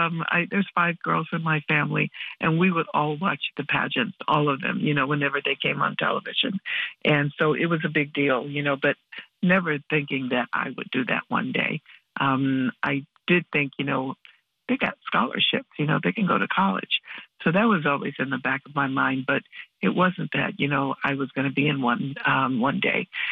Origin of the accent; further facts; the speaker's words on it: Wickliffe, Ohio, United States; from Wycliffe, Ohio.